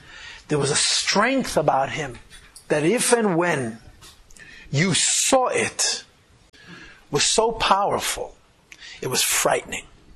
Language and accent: English; New York City, New York, United States; I grew up in Crown Heights